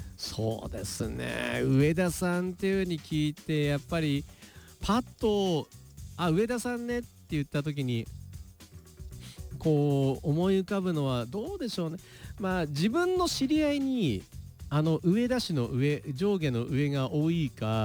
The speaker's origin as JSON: {"language": "Japanese", "region": "Tokyo", "country": "Japan", "said": "私も東京都民なんですけど"}